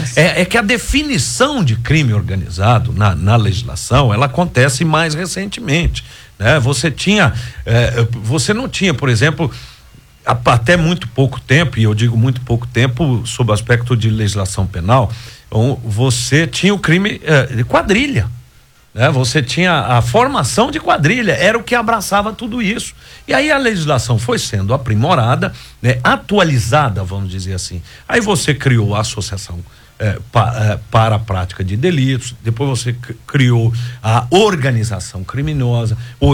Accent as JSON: {"language": "Portuguese", "town": "Formosa", "region": "Goiás", "country": "Brazil", "said": "Eu sou do entorno, eu sou lá de Formosa"}